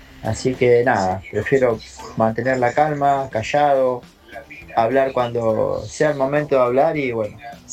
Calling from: Ciudad Evita, Buenos Aires Province, Argentina; soy de Ciudad Evita.

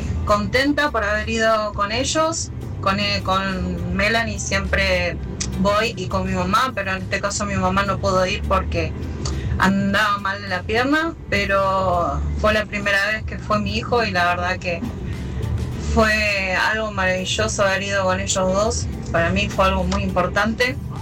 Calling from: Banfield, Buenos Aires Province, Argentina; de Banfield.

